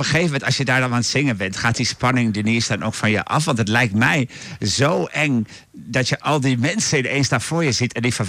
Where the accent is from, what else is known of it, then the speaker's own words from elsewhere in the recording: Deventer, Overijssel, Netherlands; Ik kom zelf uit Deventer. Dat is een uur en 20 minuten met de trein of zo.